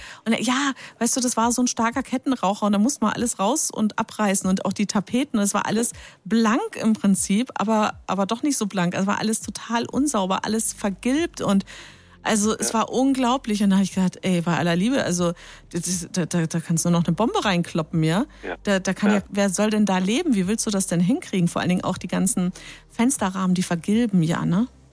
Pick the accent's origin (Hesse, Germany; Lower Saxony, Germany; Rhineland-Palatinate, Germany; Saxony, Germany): Rhineland-Palatinate, Germany; Speyer; Ich komme ja aus Speyer